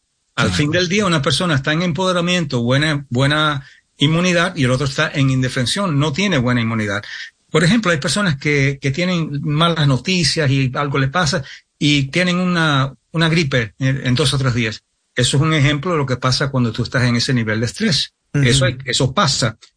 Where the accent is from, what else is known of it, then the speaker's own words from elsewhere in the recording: New York, United States; Cuando yo me crié en Nueva York y vivía en un barrio donde no había muchos hispanos, mi familia es de España, pero hispanos.